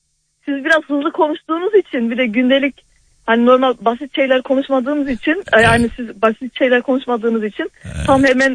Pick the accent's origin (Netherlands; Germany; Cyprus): Netherlands; Tilburg, North Brabant; Evet, burada doğdum büyüdüm.